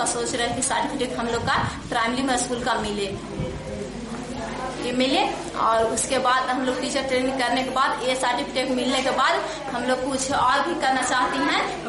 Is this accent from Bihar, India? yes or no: yes; Deo, Bihar, India; मैं देव की रहने वाली हूँ, मैं यहाँ की दो हूँ